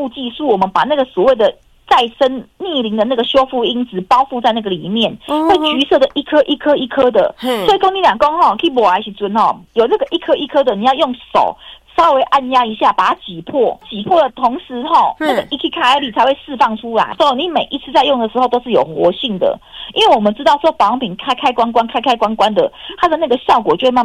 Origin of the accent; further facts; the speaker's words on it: Taiwan; 因为日本的日本的收入是我们台湾人的4倍。